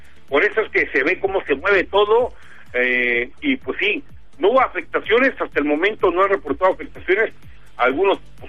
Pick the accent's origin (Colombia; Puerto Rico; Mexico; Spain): Mexico; a nosotros como mexicanos